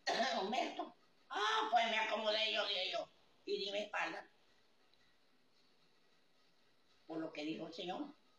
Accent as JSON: {"language": "Spanish", "town": "Píritu", "region": "Anzoátegui", "country": "Venezuela", "tie": "born or raised there", "moved": "as an adult", "lives_now": "Buenos Aires, Puerto Píritu, Venezuela", "said": "en mi infancia, que yo vivía en Píritu"}